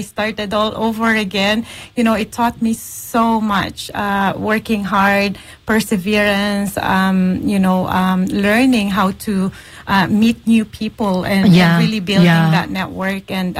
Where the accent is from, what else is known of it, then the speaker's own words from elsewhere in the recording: Philippines; So, I grew up in the Philippines, hindi naman po kami lumaking mayaman, you know, sa probinsya lumaki.